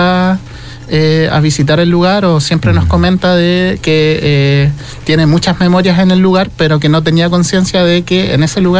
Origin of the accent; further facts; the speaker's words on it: Quilimarí, Coquimbo, Chile; Personalmente yo soy de Quilimarí